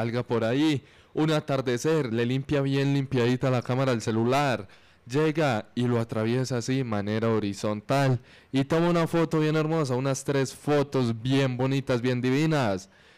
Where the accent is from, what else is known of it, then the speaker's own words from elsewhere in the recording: Briceño, Colombia; yo soy de Briseño, pero yo no conozco bien muchas veredas, como lo son La Vélez, como Santa, o sea, pues Santana y demás